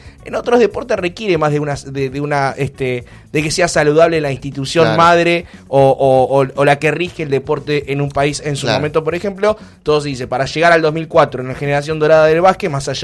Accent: Argentina; como los argentinos de repente estamos mirando cualquier deporte que no entendemos.

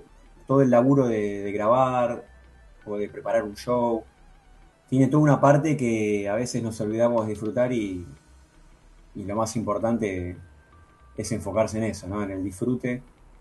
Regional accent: San Justo, Buenos Aires Province, Argentina; Soy del oeste de Buenos Aires, San Justo.

